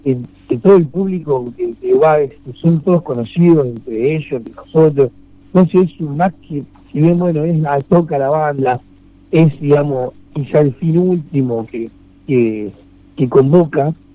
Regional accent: Caracas, Capital District, Venezuela; somos orgullosamente caraqueños y es como más que la ciudad de donde nos formamos

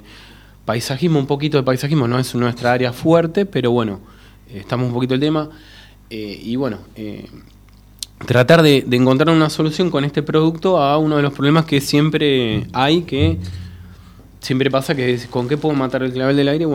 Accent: Campana, Buenos Aires Province, Argentina; yo soy oriundo de Campana

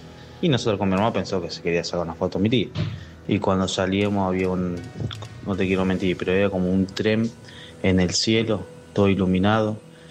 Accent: Chivilcoy, Buenos Aires Province, Argentina; Como te hablo … soy de Chivilcoy.

